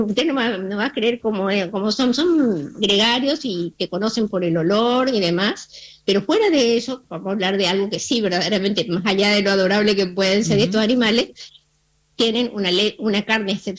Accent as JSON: {"language": "Spanish", "country": "Argentina"}